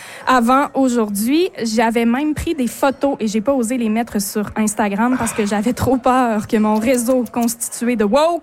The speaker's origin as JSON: {"language": "French", "region": "Quebec", "country": "Canada"}